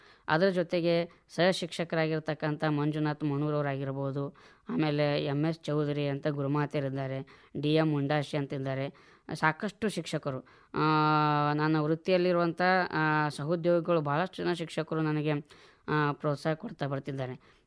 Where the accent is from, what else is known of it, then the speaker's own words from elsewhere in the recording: Vijayapura, Karnataka, India; ನಮ್ಮ ವಿಜಯಪುರ ಸ್ಮಾರಕಗಳ ನಗರಿ ಅಂತ ಹೇಳ್ಬೋದು.